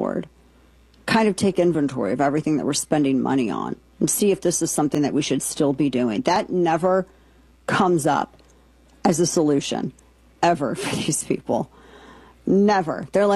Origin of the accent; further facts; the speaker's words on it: the Ozarks, United States